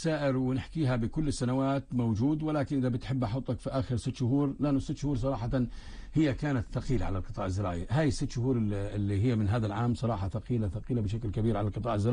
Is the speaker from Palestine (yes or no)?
yes; Palestine; احنا للاسف كفلسطينيين